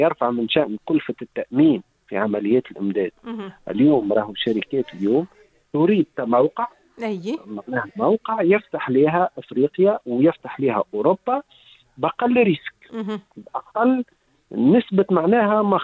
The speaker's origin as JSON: {"language": "Arabic", "country": "Tunisia", "said": "أنا نحلم من حقي كتونسي"}